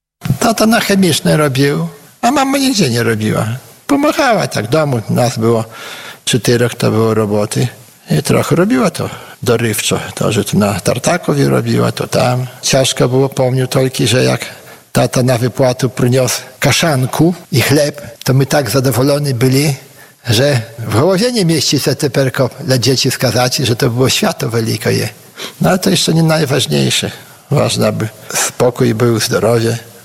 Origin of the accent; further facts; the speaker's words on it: Hajnówka, Podlaskie Voivodeship, Poland; Z Gajnówki pochodzę, z dziada, pradziada, korenie tutaj moje.